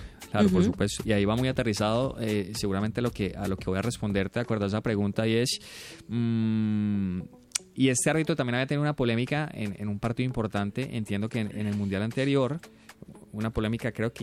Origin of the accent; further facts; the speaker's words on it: Colombia; la cercanía de nosotros como colombianos